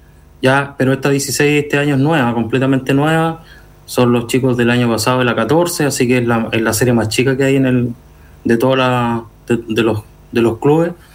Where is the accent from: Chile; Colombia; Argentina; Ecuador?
Chile; Temuco, Araucanía; yo llegué hace 8 años al Deportivo, vengo de Temuco.